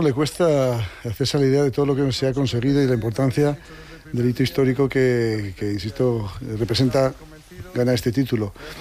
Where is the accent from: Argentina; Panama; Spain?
Spain; Haro, La Rioja; soy riojano, de Haro